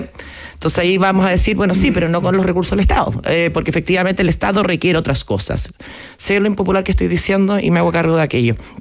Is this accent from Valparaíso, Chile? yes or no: no; Concepción, Biobío, Chile; Yo soy de Conce, hoy voy a Playa Blanca a veranear.